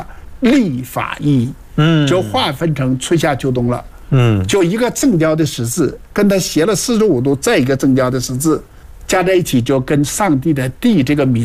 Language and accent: Chinese; China; 在我们中国人的二十四节气里有一个节气叫冬至。